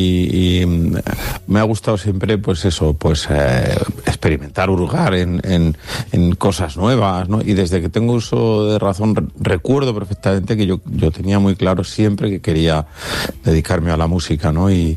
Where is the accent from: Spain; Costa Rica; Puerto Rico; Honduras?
Spain; Pamplona, Navarre; volví a mi tierra, que es Pamplona